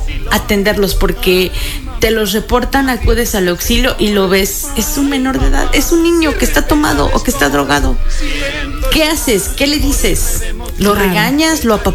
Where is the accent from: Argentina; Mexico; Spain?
Mexico; Teziutlán, Puebla; Mi reto era estar en Tezutlán, porque yo soy de aquí de Tezutlán.